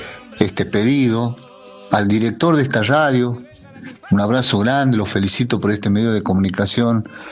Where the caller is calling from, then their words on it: Atamisqui, Santiago del Estero, Argentina; soy de Atamisqui.